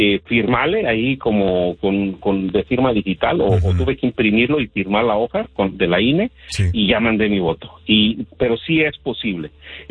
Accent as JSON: {"language": "Spanish", "country": "Mexico", "moved": "yes", "lives_now": "United States", "said": "solamente trátame como mexicano o mexicano que soy, porque también pago impuestos en México."}